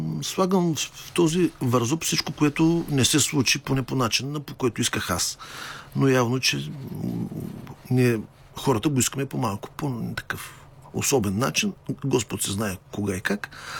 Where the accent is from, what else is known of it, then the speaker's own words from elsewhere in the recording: Ruse, Ruse Province, Bulgaria; moved away; в моя роден град